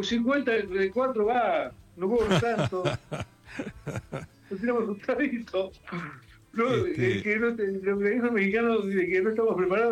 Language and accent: Spanish; Argentina; moved away as an adult